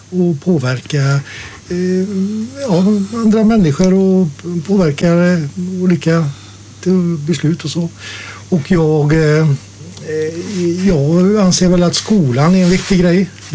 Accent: Dingle, Västra Götaland County, Sweden; jag är född i Dingle med Smutropolen. Vi hade väl kanske 900 personer eller 1000 invånare och jag är uppväxt på en liten skola.

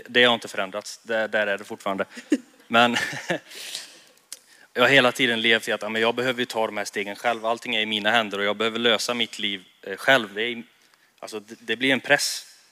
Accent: Kinna, Västra Götaland County, Sweden; moved away as an adult; now in Jönköping, Sweden; Jag var 19 år gammal. Och jag skulle flytta till Jönköping. Jag kommer från Kinna från början. En liten ort utanför Borås, om man inte har koll på den.

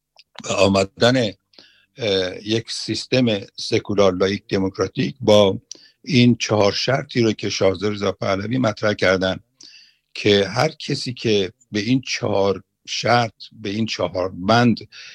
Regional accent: Iran; من به عنوان یک ایرانی قدرشناس شهبانو زادوشون رو به خودشون، به خاندان ایشون و به ملت ایران شاد باش میگم.

